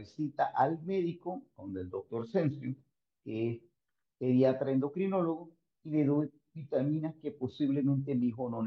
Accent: Panama; somos panameños

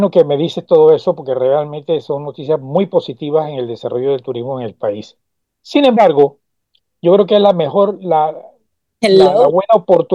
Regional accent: Panama; nuestro ser como panameños a nivel nacional

